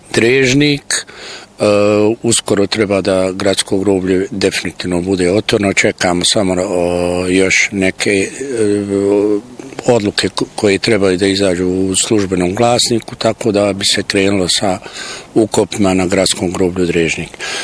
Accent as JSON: {"language": "Bosnian", "town": "Tuzla", "region": "Federation of Bosnia and Herzegovina", "country": "Bosnia & Herzegovina", "said": "Evo, ja ću reći sad kao Tuzlak, ne kao direktor. Drago mi je što je gradsko groblje napokon otvoreno. Stvarno, Tuzla je to trebala i prije"}